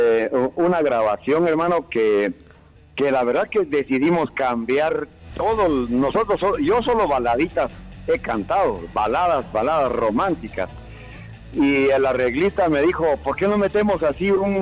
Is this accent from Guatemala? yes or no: yes; Guatemala; yo soy puro guatemalteco.